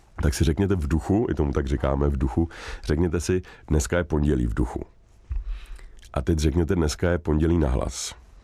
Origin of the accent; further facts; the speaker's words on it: Finland; od mého mládí ve Finsku, jak jsem vyrůstal, jsem byl jedna z mála dětí, která viděla železnou oponu z obou stran. Já jsem vyrůstal jak rozesmátém, krásném Finsku a jezdil jsem neustále do České republiky